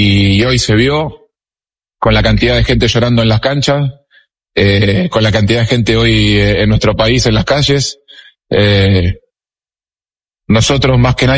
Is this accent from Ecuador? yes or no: yes; Ecuador; Yo soy orgulloso de ser ecuatoriano, le gusta a quien le guste, yo soy ecuatoriano.